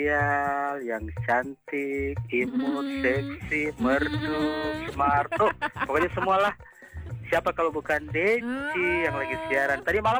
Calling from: Manado, North Sulawesi, Indonesia; Kita orang Manado, Dok.

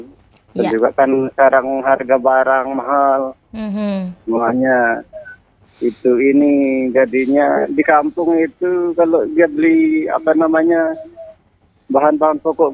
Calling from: Lenek District, West Nusa Tenggara, Indonesia

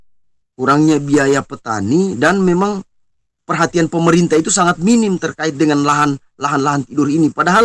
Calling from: Tojo Una-Una, Central Sulawesi, Indonesia

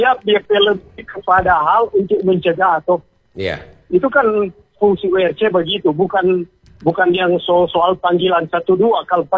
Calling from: Tomohon, North Sulawesi, Indonesia; Kita orang Tomon

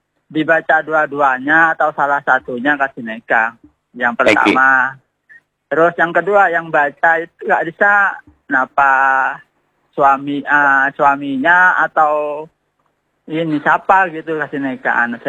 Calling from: Selong, West Nusa Tenggara, Indonesia; Saya dari … di Selong, Mbak.

